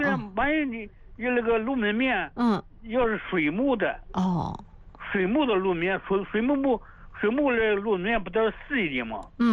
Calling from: Feidong, Anhui, China; 我家是肥东的，我住在姚海。

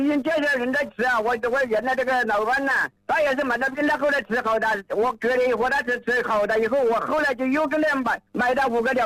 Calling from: Tianmen, Hubei, China; 我是前门多宝镇公益村的

